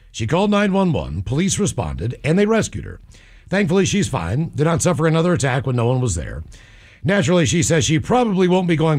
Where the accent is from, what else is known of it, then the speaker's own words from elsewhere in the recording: Morgantown, West Virginia, United States; Which is a pretty good haul from where I grew up in Morgantown, probably close to 2 hours.